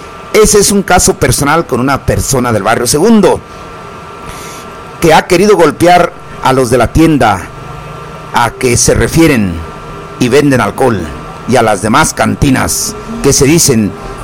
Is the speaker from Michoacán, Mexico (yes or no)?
yes; Cherán, Michoacán, Mexico; Aquí vivimos en un pueblo. Es el pueblo de Cherán. No nos empecemos a comparar. Nosotros somos de Cherán.